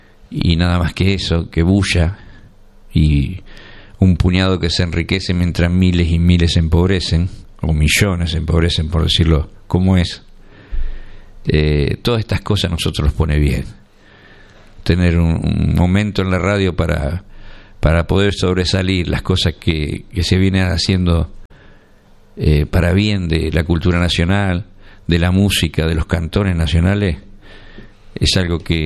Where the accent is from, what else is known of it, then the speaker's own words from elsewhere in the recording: Argentina; somos argentinos